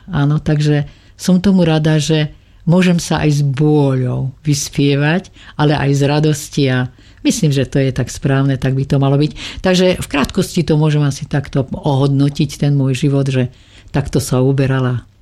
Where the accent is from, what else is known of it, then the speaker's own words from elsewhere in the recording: Koritárky, Banská Bystrica Region, Slovakia; u nás na Koritárka a vôbec na Podpolaní je známe, že my si vlastne uchovávame tie tradície aj do súčasného obdobia.